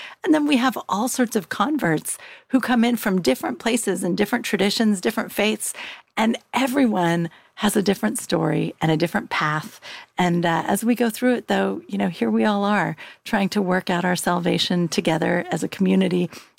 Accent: Pope Valley, California, United States; I grew up near Middletown in Pope Valley, California.

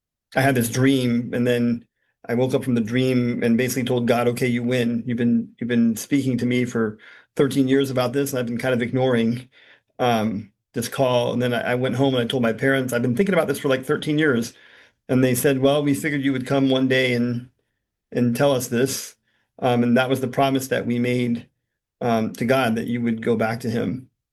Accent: California, United States; Sure. I was born and raised in California. My formative years, I guess, were at St. Anthony's in Pasadena.

